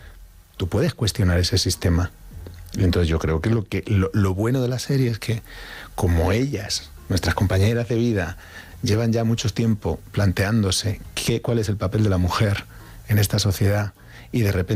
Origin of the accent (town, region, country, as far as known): Getafe, Community of Madrid, Spain; born or raised there